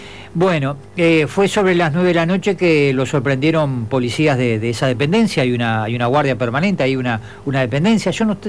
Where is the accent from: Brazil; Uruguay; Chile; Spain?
Uruguay